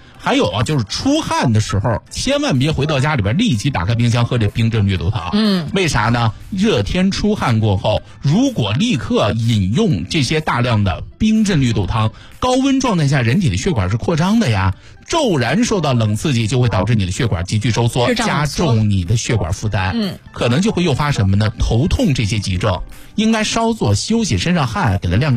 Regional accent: China; 我们中国人

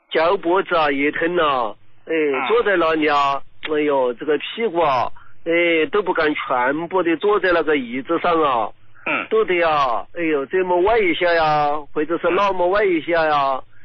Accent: Sichuan, China; 胡老师啊，我是四川的一个听众。

